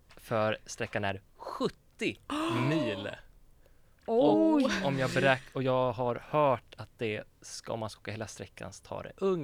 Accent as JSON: {"language": "Swedish", "town": "Västerås", "region": "Västmanland County", "country": "Sweden", "tie": "born or raised there", "said": "Och det grundades då i min hemstad Västerås."}